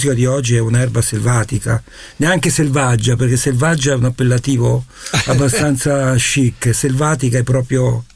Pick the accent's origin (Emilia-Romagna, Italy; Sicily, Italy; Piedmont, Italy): Emilia-Romagna, Italy; Parma; now in Los Angeles, United States; perché vengo da Parma.